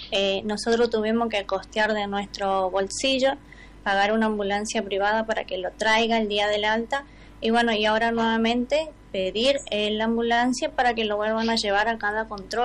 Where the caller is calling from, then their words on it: Las Breñas, Chaco, Argentina; hoy nos encontramos en la ciudad de Rosario. Nosotros somos de Las Breñas, Chaco.